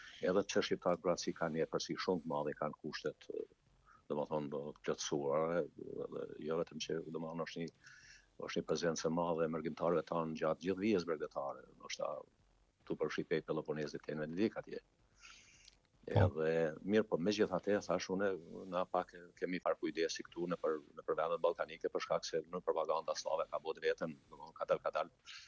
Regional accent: Deçan, Kosovo; now in Zadar, Croatia; nga Komuna Deçanit, tu kom marrë në Zarë me studiu e historinë e Arpit

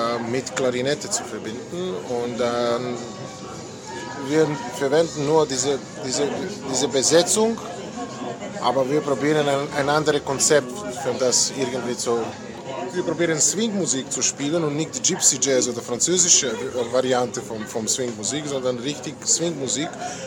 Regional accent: Belgrade, Serbia; German is a second language; now in Graz, Austria; ich komme aus Belgrad, Belgrad Umgebung. Ich habe hier in Graz Saxophon studiert auf Kunstuniversität.

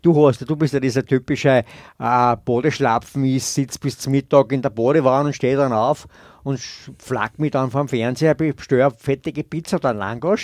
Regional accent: Austria; Stimmt, wir sind Österreicher.

